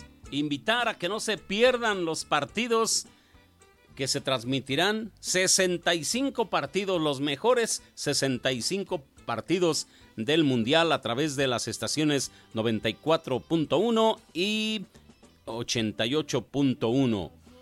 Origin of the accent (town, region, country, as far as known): Mexico